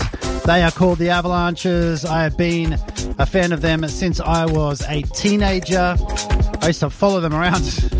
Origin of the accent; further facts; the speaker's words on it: Newcastle, New South Wales, Australia; now in New Zealand; I used to go and see them at all different types of gigs between my hometown of Newcastle and Sydney.